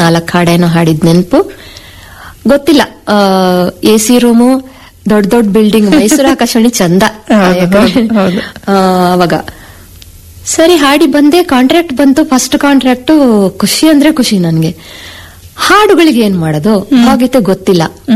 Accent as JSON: {"language": "Kannada", "town": "Kukke Subramanya", "region": "Karnataka", "country": "India", "tie": "born or raised there", "moved": "yes", "said": "ನಾನು ಕುಕ್ಕೆ ಸುಬ್ರಹ್ಮಣ್ಯದವಳು."}